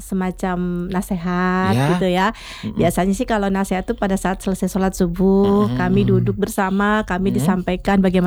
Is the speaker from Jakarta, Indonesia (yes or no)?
no; Papua, Indonesia; born there; Kebetulan saya lahir di Papua nih Pak.